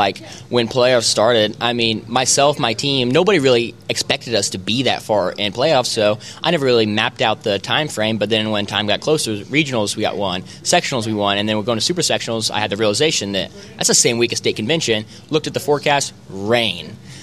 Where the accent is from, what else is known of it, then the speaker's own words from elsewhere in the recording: Nokomis, Illinois, United States; representing my hometown, Nokomis